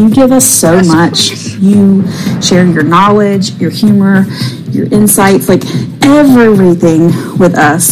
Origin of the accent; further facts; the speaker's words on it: the South, United States; the way we were raised in the South.